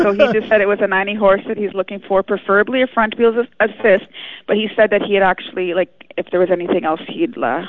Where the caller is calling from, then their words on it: Crane River, Manitoba, Canada; from Crane River, Manitoba.